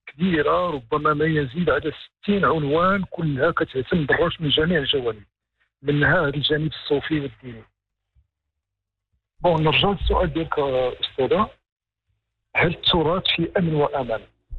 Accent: Morocco

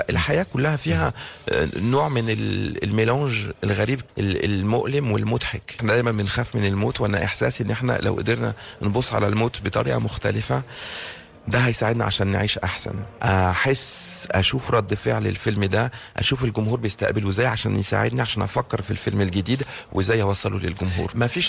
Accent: France; also born or lived in Egypt; أنا وأنا صغير لما كنت في فرنسا كنت بقول لا أنا مش فرنساوي أنا مصري، ولما كنت بروح مصر ما بقولش أنا مصري كنت بقول أنا فرنساوي

